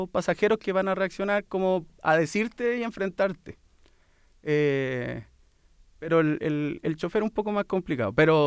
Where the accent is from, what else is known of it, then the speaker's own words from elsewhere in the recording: Chile; somos así los chilenos